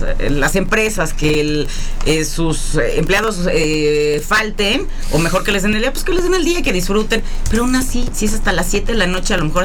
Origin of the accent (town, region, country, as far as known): Mexico